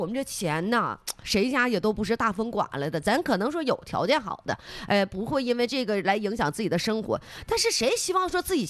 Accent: China

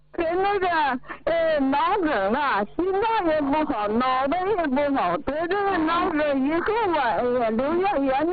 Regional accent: Shenyang, Liaoning, China; 是，我家是沈阳的

